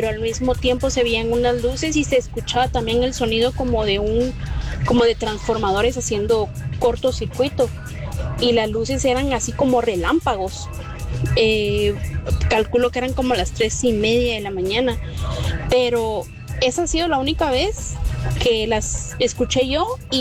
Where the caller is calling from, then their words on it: Mixco, Guatemala Department, Guatemala; aquí en San Cristóbal, yo vivo en San Cristóbal colindando con Villanueva